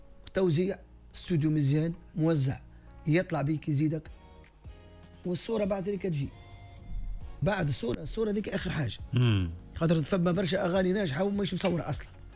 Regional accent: Tunisia; accent: south-eastern Tunisian; moved away; وحنا اصلا في الجنوب الشرقي لهجتنا قريبه ياسر للعربيه الفصحى ما والناس كل تفهمها حتى في تونس يفهمونا القوبسية خاصة نحن نحكي على الجنوب الشرقي قابس مدنين

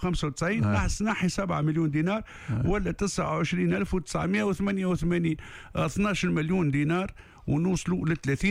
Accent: Tunisia; accent: Tunisian; الأوراق النقدية والمسكوكات معناها بلهجتنا التونسية الاسبيس اللي حاوس في السوق نقص يا سيدي.

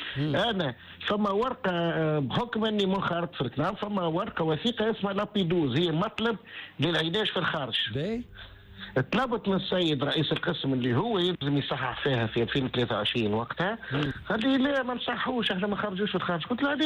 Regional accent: Enfidha, Sousse Governorate, Tunisia; أنا أصيل نفيدة ولاية سوسة

